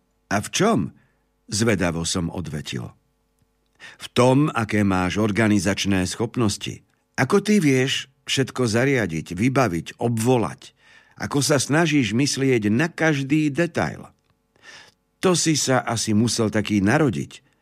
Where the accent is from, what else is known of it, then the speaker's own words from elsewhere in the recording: Kračúnovce, Prešov Region, Slovakia; Bol som ministrantom v mojej rodnej obci Kračúnovce.